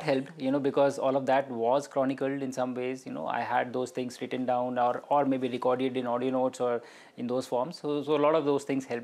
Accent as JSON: {"language": "English", "town": "Lucknow", "region": "Uttar Pradesh", "country": "India", "lives_now": "Delhi, India", "said": "Then I'm from Lucknow, sitting here in Delhi, right?"}